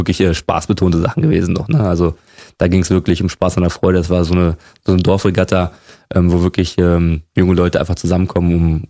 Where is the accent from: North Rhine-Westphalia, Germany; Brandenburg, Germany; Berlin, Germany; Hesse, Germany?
Berlin, Germany; Ich bin ja in Spandau groß geworden und das heißt, muss man jetzt noch sagen, im Westsystem eigentlich, da gab es keine Sportschule in dem Sinne.